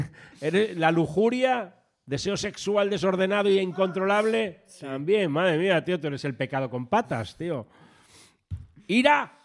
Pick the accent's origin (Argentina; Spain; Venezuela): Spain; Asturias; pues hay que comer, fartucanos, que somos asturianos, hombre.